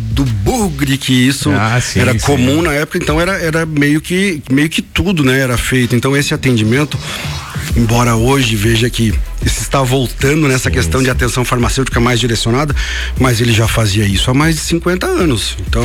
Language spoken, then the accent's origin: Portuguese; Lages, Santa Catarina, Brazil; Eu sou natural aqui de Lages mesmo, então a gente é dessa terra aqui.